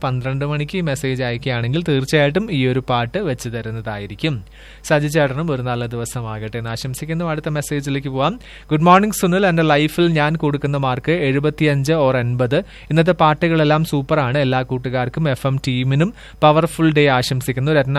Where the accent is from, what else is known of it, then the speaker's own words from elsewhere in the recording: Kinassery, Kerala, India; ഈ വരുന്ന 26-ാം തീയതി ഞങ്ങളുടെ നാട്ടിൽ കിനാശേരി പുലരി കലാസമിതി ആൻഡ് ഗ്രന്ഥശാല